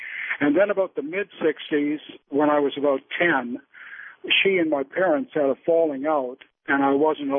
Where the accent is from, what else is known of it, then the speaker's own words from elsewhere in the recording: East Coast, United States; moved away; Back in the late 50s, early 60s, I was a youngster back east